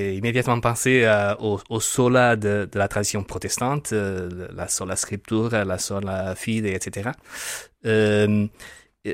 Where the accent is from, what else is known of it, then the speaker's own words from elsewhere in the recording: Portugal; moved away as an adult; also born or lived in Kenya; now in Lille, France; Donc je suis portugais, le nom le dénonce. Je suis un laïc marié, père de 3 enfants